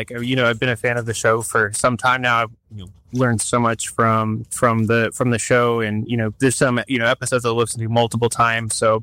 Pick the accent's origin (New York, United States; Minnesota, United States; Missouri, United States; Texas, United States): Texas, United States; born there; I was born in Texas.